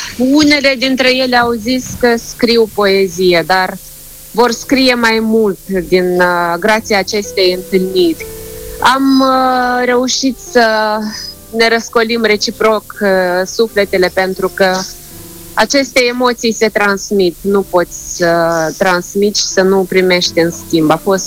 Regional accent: Florițoaia, Moldova; Când eram mică ziceam că sunt din Florența, pentru că vin din satul Florițoaia și sună oarecum similar.

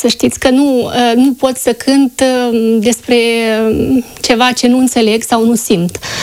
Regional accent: Moldova; se înțelege că sunt din Basarabia, din Moldova.

